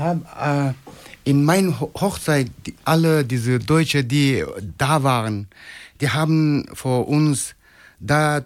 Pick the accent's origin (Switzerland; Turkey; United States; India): India; Nagaland; German is a second language; moved away as an adult; also born or lived in Madurai; now in Germany; ich komme aus Nagaland, ich bin Inder, ich studiere hier Social Analysis.